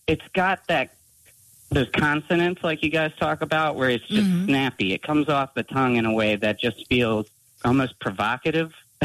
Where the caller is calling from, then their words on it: Staunton, Virginia, United States; I'm calling from Stanton, Virginia.